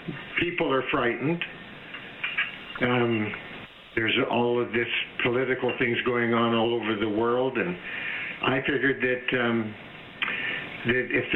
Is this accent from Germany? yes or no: no; Canada; And I'm a Canadian. I love my country.